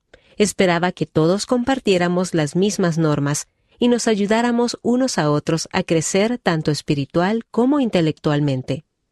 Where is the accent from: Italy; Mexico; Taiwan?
Taiwan; En mi ciudad natal de Taiwán, los miembros de la iglesia siempre parecían tomarse el Evangelio en serio.